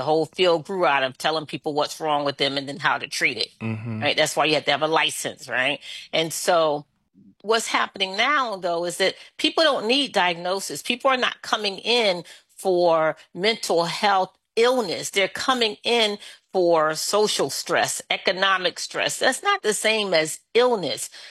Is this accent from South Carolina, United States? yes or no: no; Philadelphia, Pennsylvania, United States; That's one of my most memorable experiences of growing up in Philadelphia.